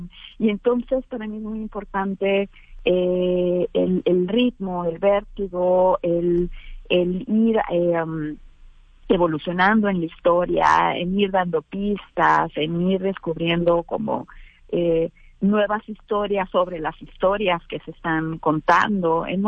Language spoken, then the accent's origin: Spanish; Mexicali, Baja California, Mexico; moved away as an adult; now in Mexico City, Mexico; yo soy de Mexicali, Baja California, allá viví hasta los veintitantos años, luego me mudé acá a la Ciudad de México